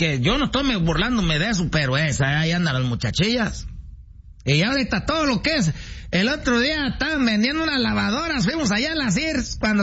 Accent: Michoacán, Mexico; como somos allá de Michoacán, andamos allá para donde está esto de la mariposa monarca.

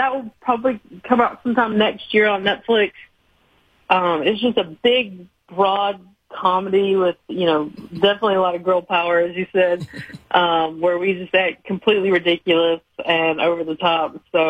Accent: Charlotte, North Carolina, United States; I mean, I talk about biscuits a lot, you know, being from the South.

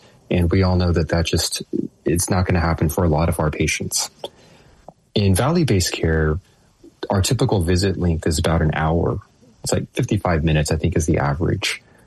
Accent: Texas, United States; I grew up in Texas playing football

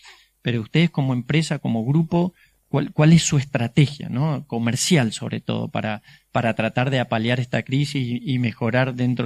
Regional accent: Argentina

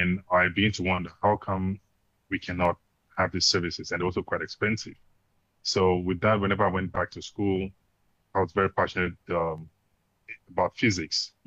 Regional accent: Cameroon; also born or lived in Nigeria / South Africa; I grew up in Cameroon, spent some time in Nigeria and other parts of West Africa, and then South Africa. So I've spent a considerable amount of time in South Africa.

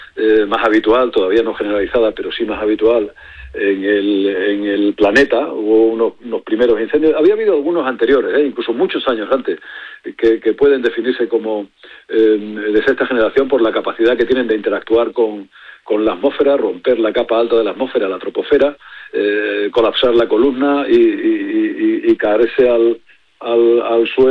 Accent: Extremadura, Spain; en León, en Zamora, en Ourense y en Cáceres, en mi tierra

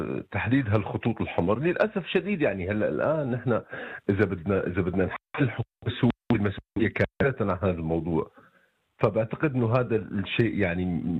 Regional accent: Syria; أنا اسمح لي أحكي أنا كمواطن سوري يعني بشكل محايد

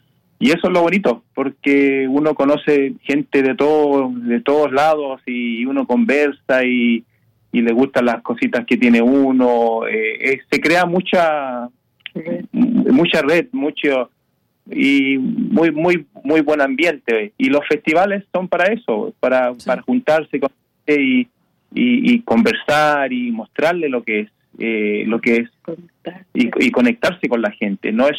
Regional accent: Chile; Yo me considero un chileno, pero yo vivo acá y respeto acá porque aquí me ha dado la oportunidad de hacer lo que me gusta.

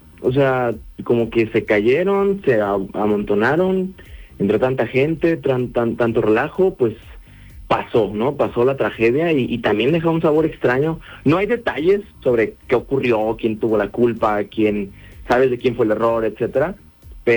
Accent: Mexico; y es que como mexicanos, bueno, no sé si es tema de nuestro país, pero de repente los festejos se nos salen de las manos

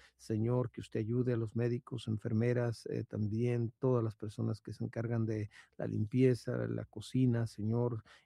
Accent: Mexico

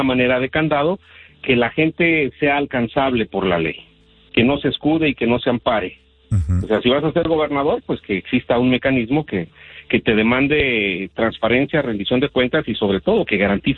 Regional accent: Mexico; no me des privilegios, solamente trátame como mexicano o mexicano que soy, porque también pago impuestos en México.

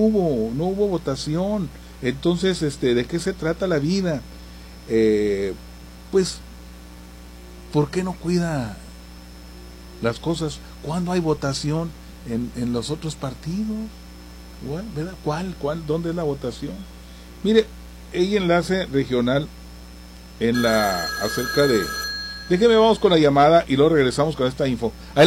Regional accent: Santa Bárbara, Chihuahua, Mexico; Y de Santa, los que somos de Santa, no por presumir, pero decimos Santa, no decimos Santa Bárbara

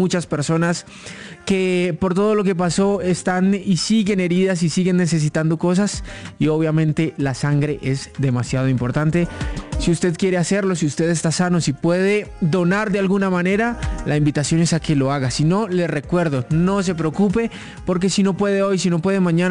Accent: Colombia; cuando nos unimos como colombianos

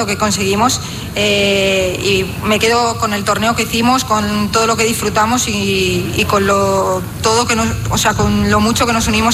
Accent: Seville, Andalusia, Spain; yo como sevillana y sevillista, pues encantada.

